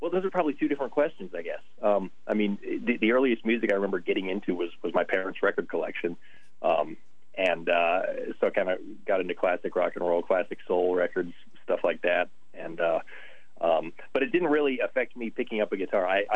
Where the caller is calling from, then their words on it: Mount Juliet, Tennessee, United States; I'm in my house in beautiful Mount Juliet, Tennessee, just outside of Nashville, out in the suburbs.